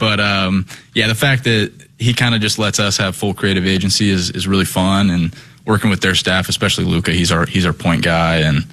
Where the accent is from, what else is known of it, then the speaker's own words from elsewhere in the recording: Lincoln, Nebraska, United States; we're both from Lincoln, so we grew up diehard Husker fans